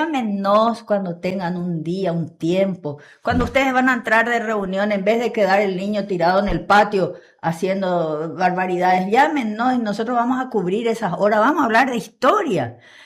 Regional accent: Paraguay; nosotros que somos paraguayos

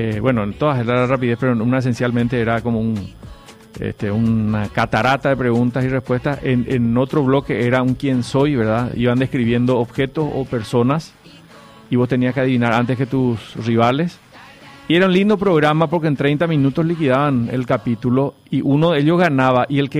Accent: Paraguay; Como paraguayos que somos.

